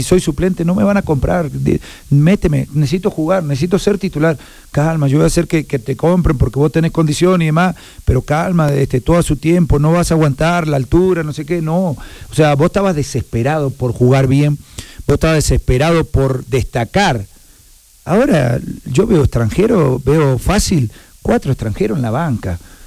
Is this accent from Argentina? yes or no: yes; Argentina; moved away as an adult; now in Mexico; yo soy extranjero, soy argentino